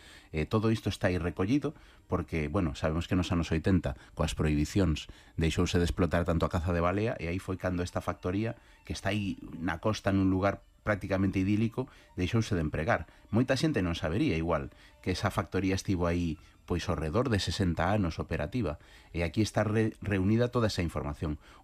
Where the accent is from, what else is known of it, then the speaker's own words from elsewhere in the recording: A Coruña, Galicia, Spain; Eu como coruñés de neno paseaba moito polo porto.